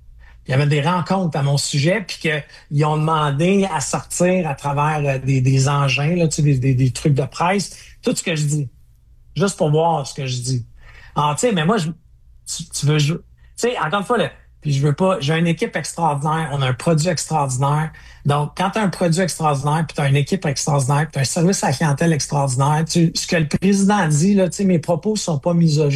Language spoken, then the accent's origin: French; Quebec, Canada; Tu sais, je suis Québécois, c'est important pour moi.